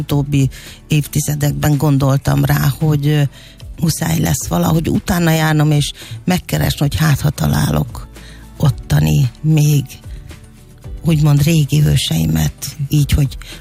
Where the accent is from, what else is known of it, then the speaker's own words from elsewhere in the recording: Békés, Hungary; Na most így adódott az, hogy Békés megyében, mint említettük, hogy Békés megyei vagyok